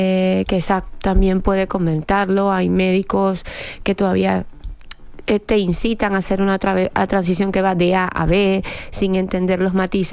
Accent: Venezuela; now in Spain; yo como inmigrante venezolana, que ahora estoy nacionalizada aquí en España

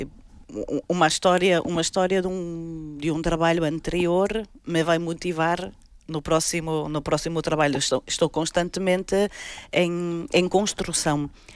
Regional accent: Vila Nova de Famalicão, Braga, Portugal; now in Porto, Portugal; Não, sou de Famalicão, Braga. Vivo em Porto, mas sou do Minho.

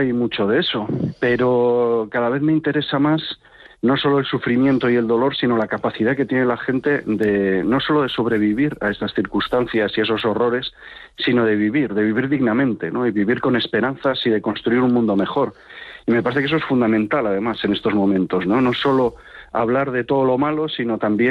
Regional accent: Galicia, Spain; Y lo hice en mi pueblo, lo hice en Galicia.

